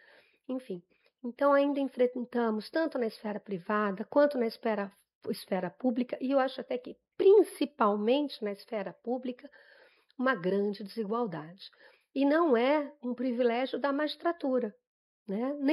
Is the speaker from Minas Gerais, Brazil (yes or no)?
no; São Paulo, Brazil; also born or lived in Rio de Janeiro; eu sou paulista. Eu sou nascida aqui. Então, eu me carioquei, a vida me cariocou, mas eu sou daqui.